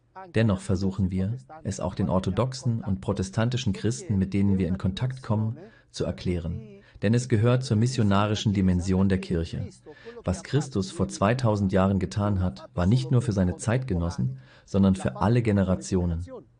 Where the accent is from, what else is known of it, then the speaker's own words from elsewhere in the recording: Romania; moved away as an adult; now in Rome, Italy; ich bin 1975 aus Rumänien vor Ceausescu geflohen.